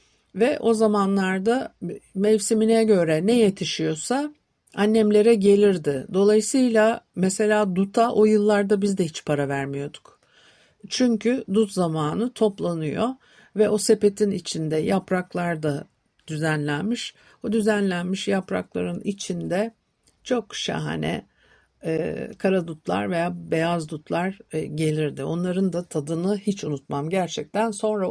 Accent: Istanbul, Turkey; Ben Metiler'de, Arnavutköy sırtlarında büyüdüm.

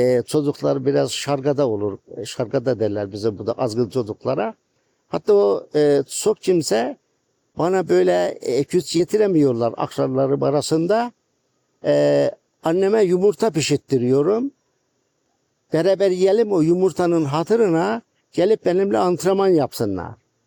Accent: Pehlivanlı, Erzurum, Turkey; Bizim köyde tüm köyleri, Erzurum'daki tüm köyleri hepsine yenip birinci gelen köy oluyor. Ondan dolayı da zaten köyümüzün eski ismi Vıhıç, isim değişikliğinde Pehlivanlı Köyü olarak isimlendirmişler köyümüzü.

